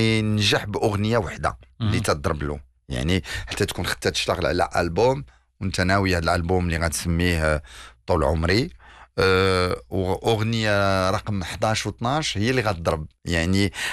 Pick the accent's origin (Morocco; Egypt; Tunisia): Morocco